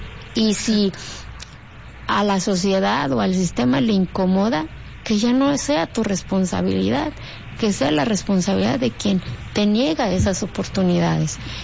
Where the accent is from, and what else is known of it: Mexico